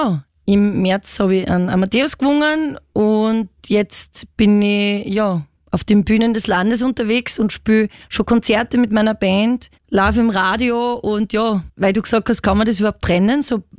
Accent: Styria, Austria; accent: Styrian dialect; Ich bin Singer-Songwriterin aus der Steiermark und ich mache seit 3 Jahren jetzt Musik und bringe Dialekt-Songs raus. Also, ich singe in meinem Dialekt, so wie ich heute rede.

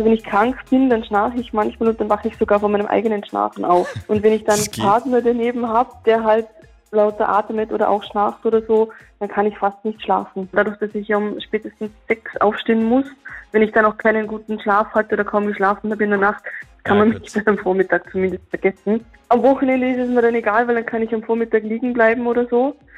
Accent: Vorarlberg, Austria; now in Vienna, Austria; Und ich bin ja von Vorarlberg nach Wien gezogen und möchte auch nicht raus aus Wien.

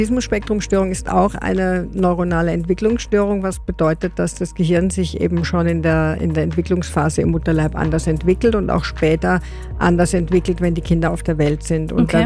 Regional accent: Germany; now in Austria; Also diese Erfahrung habe ich als Deutscher auch gemacht.

